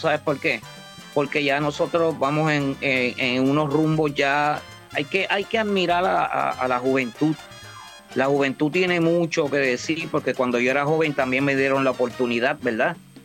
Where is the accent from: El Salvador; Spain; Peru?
Peru; y visual bien chévere para mi pueblo de Perú, mano.